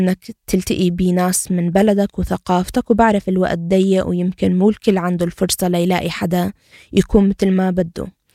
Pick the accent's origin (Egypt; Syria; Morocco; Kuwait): Syria; moved away; حابة أنشاف … مو كعربية ولا كسورية ولا كمسلمة ولا كمحجبة